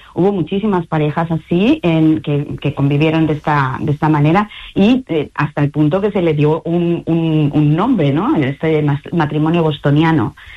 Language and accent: Spanish; Valencian Community, Spain; un periplo que para mí particularmente, siendo valenciana, me resulta muy emocionante